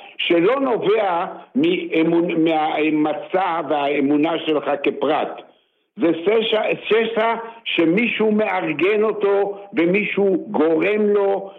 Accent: Haifa, Haifa District, Israel

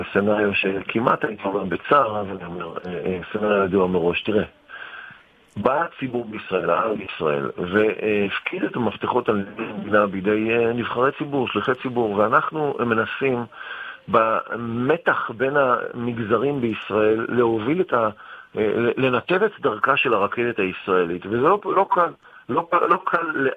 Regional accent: Netanya, Central District, Israel; born there; בנתניה, עיר הולדתי

